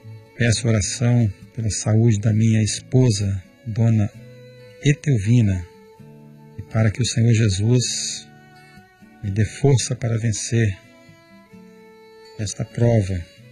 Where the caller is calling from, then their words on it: Pirapora, Minas Gerais, Brazil; A paz do Senhor … falo de Pirapora, Minas Gerais